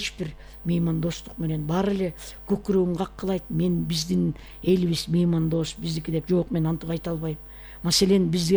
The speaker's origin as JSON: {"language": "Kyrgyz", "town": "Kemin", "region": "Chuy Region", "country": "Kyrgyzstan", "tie": "born or raised there", "said": "Өзгөчө жаккан жери туулуп өскөн жерим го. Киндик кан тамган жерим, кеминим. Кеминде."}